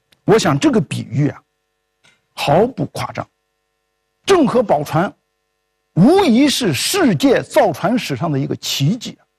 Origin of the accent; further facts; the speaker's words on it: China; 所以自从我们中国人涉足海洋之后，